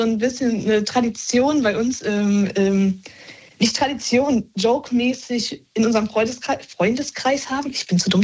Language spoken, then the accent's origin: German; North Rhine-Westphalia, Germany; Ich überlege gerade, ich komme aus dem Ruhrpott. Eigentlich.